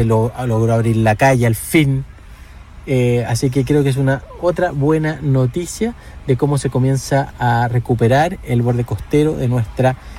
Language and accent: Spanish; Iquique, Tarapacá, Chile; para los que somos iquiqueños, por Dios, que ha costado ese pedazo de borde costero.